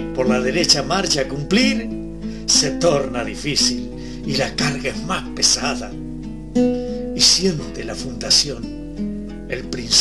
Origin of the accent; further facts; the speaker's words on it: Argentina; Perdón como argentino, me avergüenza y me da rabia, porque lo abandonamos cuando más nos precisaba. Y gracias por lo que fue y lo que hizo por mi patria.